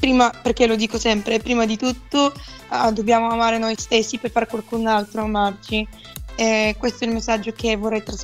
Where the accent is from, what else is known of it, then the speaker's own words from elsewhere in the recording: Bulgaria; Italian is a second language; now in Italy; Sì, perché sono bulgara e tutti sanno che ho imparato l'italiano 2 anni fa quando ho fatto X Factor, quindi sì, è stato un bel viaggio per me